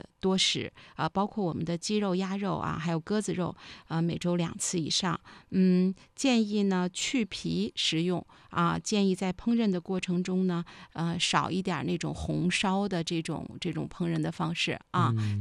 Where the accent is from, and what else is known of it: China